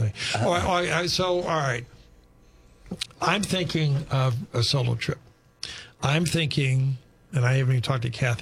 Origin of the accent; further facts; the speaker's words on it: Scotland, United Kingdom; and I'm Scottish